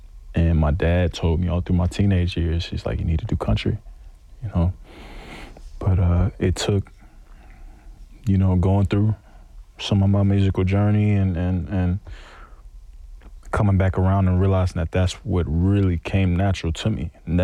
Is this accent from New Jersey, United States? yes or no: no; Atlanta, Georgia, United States; Like, I don't want to do that because, you know, I'm from Atlanta.